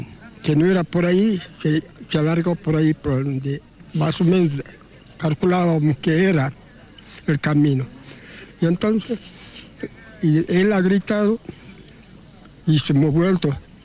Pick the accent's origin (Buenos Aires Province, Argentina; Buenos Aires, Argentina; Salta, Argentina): Salta, Argentina; Molinos; also born or lived in Finca Amaicha, Salta; Soy de Molinos, pero yo nací en Amaicha.